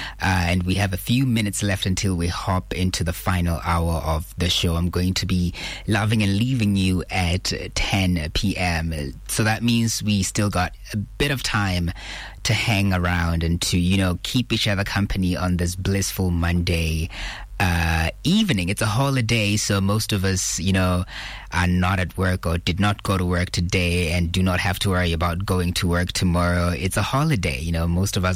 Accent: Gabane, Kweneng District, Botswana; every time I mention that I'm from Gabani, I literally get in trouble.

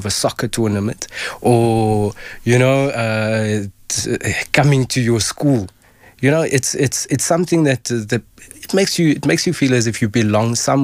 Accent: Benoni, Gauteng, South Africa; Football, man. I'm from Benoni.

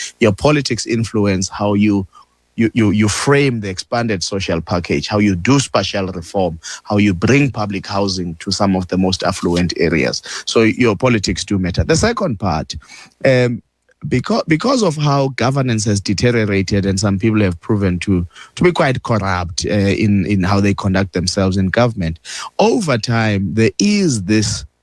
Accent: Orange Farm, Gauteng, South Africa; actually before coming here, I'm from Orange Farm. Somebody who knows that Orange Farm is part of the city of Joburg.

